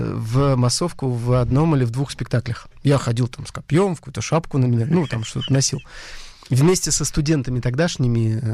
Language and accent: Russian; Murmansk, Murmansk Oblast, Russia; И уезжаю в родной город Мурманск в этом шоке, где мама моя, будучи хорошо знакома с людьми в Мурманском областном драматическом театре